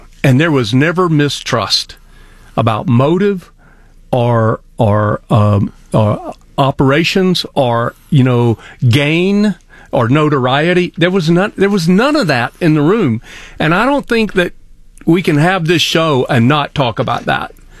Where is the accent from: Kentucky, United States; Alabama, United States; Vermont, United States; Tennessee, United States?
Alabama, United States; And I'm from Lower Alabama.